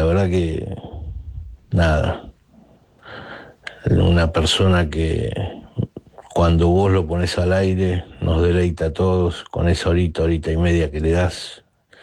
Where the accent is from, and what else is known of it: Buenos Aires, Argentina